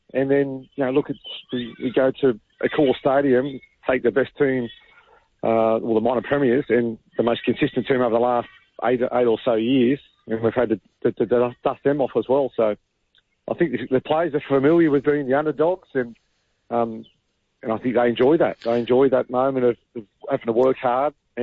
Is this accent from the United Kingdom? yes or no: no; Newcastle, New South Wales, Australia; I obviously got to represent my hometown